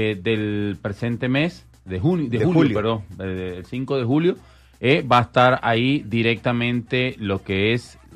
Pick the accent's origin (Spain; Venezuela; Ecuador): Venezuela; now in Las Vegas, United States; muy agradecido de todo corazón como venezolanos.